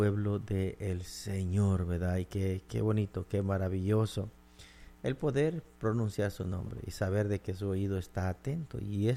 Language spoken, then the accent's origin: Spanish; Honduras; now in Houston, United States; No, sí somos hondureños.